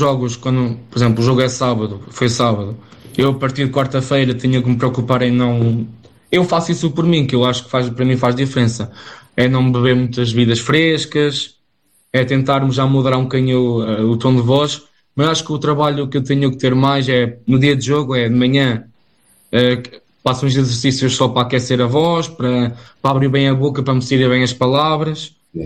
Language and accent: Portuguese; Bragança, Portugal; accent: Bragança; um sotaque da minha terra, lá do Norte de Bragança, mas ao início tinha um bocadinho essa dificuldade com o meu próprio sotaque, porque eu dizia as palavras de uma maneira diferente